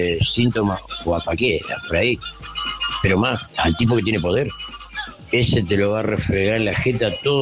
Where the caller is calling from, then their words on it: Villa Gobernador Gálvez, Santa Fe, Argentina; de Villa Gobernador Galvez.